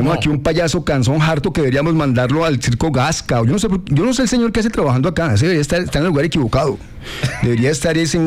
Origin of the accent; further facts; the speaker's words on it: Colombia; porque es que eso escondiendo las cosas como buen colombiano promedio está mal.